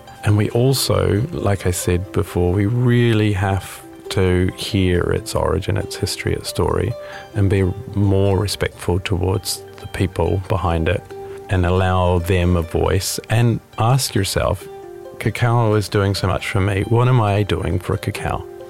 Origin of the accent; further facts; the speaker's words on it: New Zealand; growing up in New Zealand